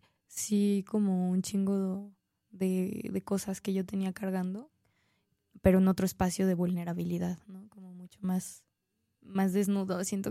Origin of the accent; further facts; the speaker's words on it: Mexico; Porque, pues uno como mexicano llega con todo su pedo tribalesco, güey, acá a tocar cumbias